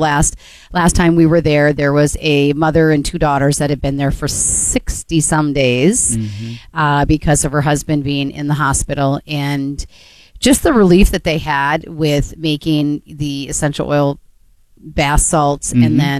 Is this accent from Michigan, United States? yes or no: no; North Dakota, United States; And I grew up in North Dakota where I don't ever remember any conversations around politics at all.